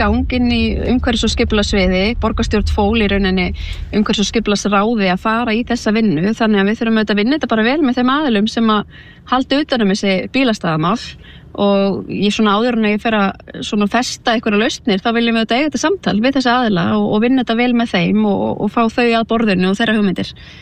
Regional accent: Reykjavík, Capital Region, Iceland

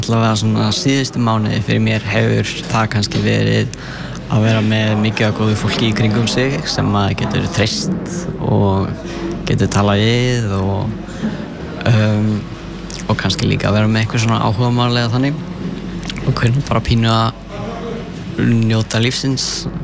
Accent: Vatnsnes, Northwestern Region, Iceland; Já, ég er frá Vatnsnesi.

